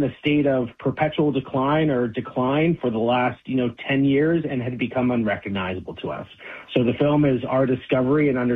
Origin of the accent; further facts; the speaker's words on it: Canada; as a Canadian